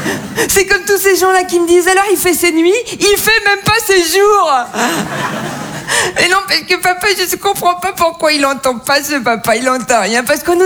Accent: Toulon, Provence-Alpes-Côte d'Azur, France; now in Paris, France; Je suis née en 1996 à Toulon. Tout le monde voit Toulon ? La Côte d'Azur, les gros bateaux, les milliardaires ? C'est pas là, c'est juste avant.

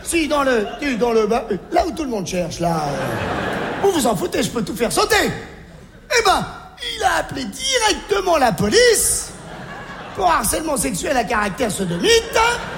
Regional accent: Algeria; born there; Je suis né en Algérie.

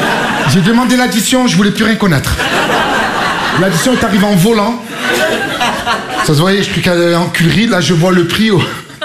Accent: Marseille, Provence-Alpes-Côte d'Azur, France; je viens de Marseille. Marseille, une ville connue pour deux choses.

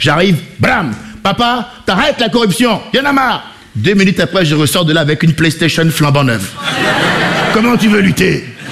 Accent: Benin; born or raised there

